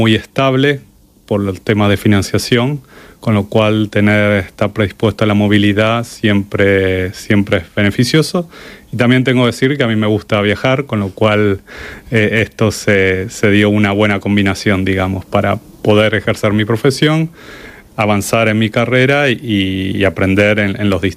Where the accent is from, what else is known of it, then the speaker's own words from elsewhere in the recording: Argentina; also born or lived in Spain; yo soy argentino, en Argentina como en España, donde hice mi doctorado, en la Autónoma de Madrid